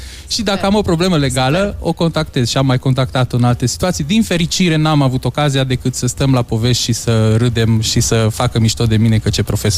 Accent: Mureș County, Romania; accent: Transylvanian; Eu sunt din Mureș, da. Da, de acolo vin.

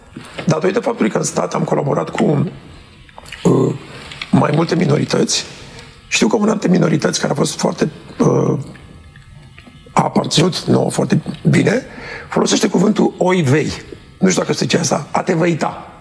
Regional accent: Romania; ceea ce suntem noi ca români.

